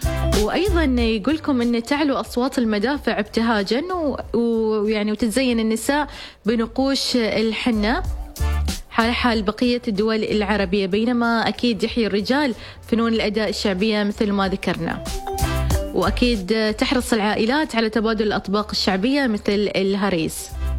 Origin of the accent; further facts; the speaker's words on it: Oman; من الأشياء اللي تميزنا نحن كعمانيين